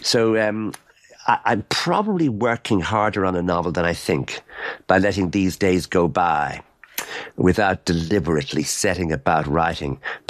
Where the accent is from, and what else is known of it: Ireland; moved away as an adult; now in United States